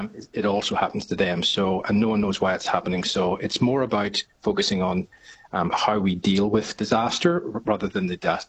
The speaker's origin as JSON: {"language": "English", "town": "Belfast", "region": "Northern Ireland", "country": "United Kingdom", "tie": "born or raised there", "moved": "as an adult", "lives_now": "Australia", "said": "Yeah, I was born in Belfast and moved to Australia in my 20s"}